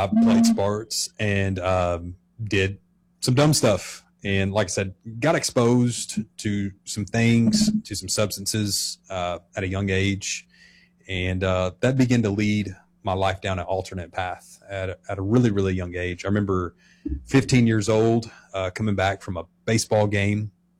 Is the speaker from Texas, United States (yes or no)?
no; Arkansas, United States; I grew up here in Central Arkansas. Kind of my backstory. I was raised in church